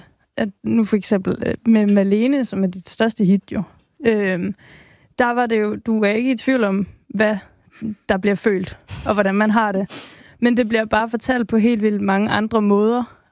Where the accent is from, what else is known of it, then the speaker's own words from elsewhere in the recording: Region of Southern Denmark, Denmark; Jeg er sønderjyde